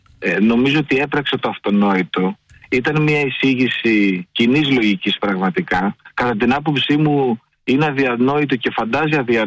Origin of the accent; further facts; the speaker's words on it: Agrinio, Western Greece, Greece; Εγώ γεννήθηκα στο Αγρίνιο.